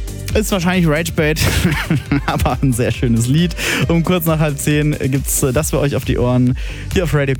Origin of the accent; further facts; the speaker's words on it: Bavaria, Germany; Leute, ich komme ja aus Franken und da sagen wir zum heutigen Tag schöner Donnerstauch.